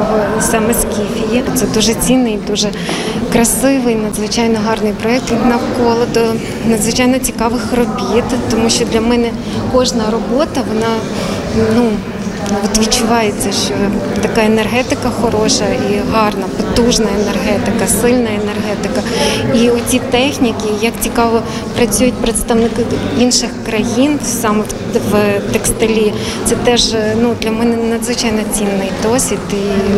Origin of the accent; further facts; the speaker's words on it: Vyzhnytsia, Chernivtsi Oblast, Ukraine; Я сама з Чернівеччини, Вижниця, місто Вижниця, Чернівецької області.